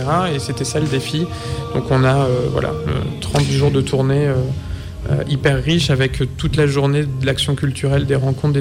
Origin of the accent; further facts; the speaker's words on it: Hauts-de-France, France; une région que je connais bien parce que je viens de la Somme au départ, toute ma famille de longue date et de la Somme et Picarde.